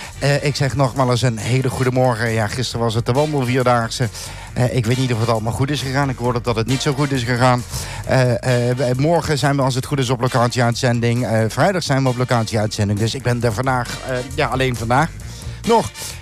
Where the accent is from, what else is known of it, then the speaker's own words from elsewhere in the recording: Limburg, Netherlands; En als Limburger, en de meeste mensen in Limburg, die denken dan, wat moet je in Kerkrade?